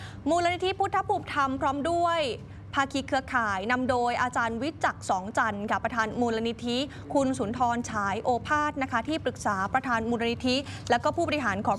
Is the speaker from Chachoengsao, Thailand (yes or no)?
yes; Chachoengsao, Thailand; บ้านหนูอยู่ฉะเชิงเทราคุณผู้ชมค่ะน้ำท่วมหมดเลย